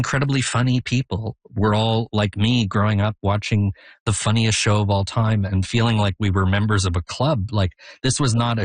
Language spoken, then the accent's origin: English; Canada; as a Canadian who, you know, loved Marshall McLuhan and loved all of his ideas about understanding media